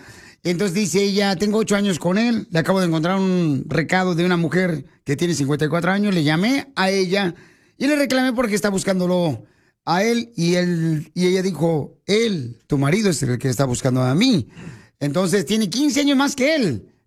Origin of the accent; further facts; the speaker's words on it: Michoacán, Mexico; No, soy de Michoacán.